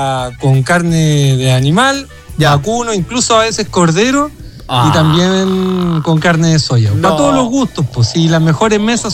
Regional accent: Chile; somos chilenos por igual

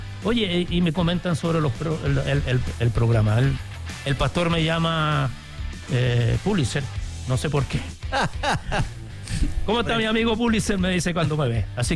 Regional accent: Achao, Los Lagos, Chile; born there; yo nací en Achao, en la isla de Quinchao.

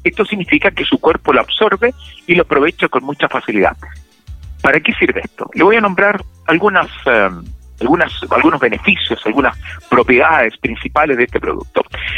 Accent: Chile; Y los chilenos y las chilenas, todos estamos acostumbrados a esto.

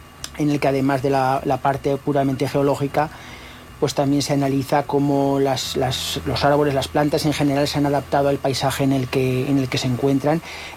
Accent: Nueno, Aragon, Spain; yo soy de Nueno.

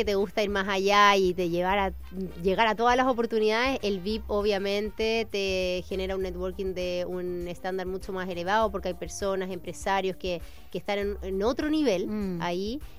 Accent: Valparaíso, Chile; Yo soy nacida y criada aquí en la Quinta Región.

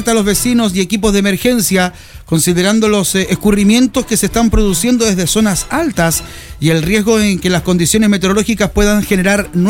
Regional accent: Antofagasta, Chile; los que somos de Antofagasta, es un tema archiconocido

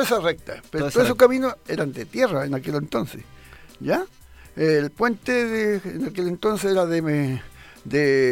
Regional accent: Chanco, Maule, Chile; born there; ese legado lo llevé de Quechanco, de Escuela 1.

